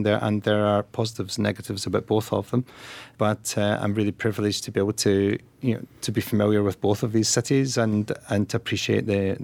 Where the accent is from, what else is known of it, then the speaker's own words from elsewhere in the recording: Glasgow, Scotland, United Kingdom; moved away as an adult; also born or lived in Lanark; now in London, United Kingdom; I was raised in Glasgow. I was born in a small town called Lanark, but moved to Glasgow and was brought up there. I stayed in Glasgow until I was 24 when I moved to London, again through work.